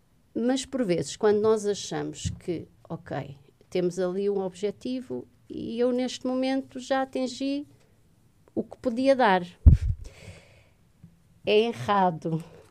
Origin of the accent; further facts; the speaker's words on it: Funchal, Madeira, Portugal; Nasci mesmo no Funchal, numa clínica mesmo no Funchal. Em 1978.